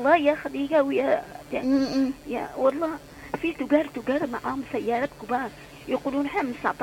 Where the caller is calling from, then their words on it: Aden, Yemen; لانه مرض وباء عندنا في عدن.